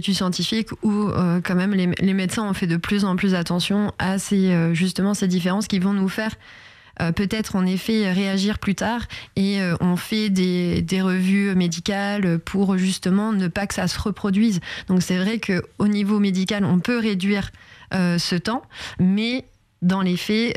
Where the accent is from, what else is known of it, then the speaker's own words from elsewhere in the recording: Caen, Normandy, France; je suis de Caen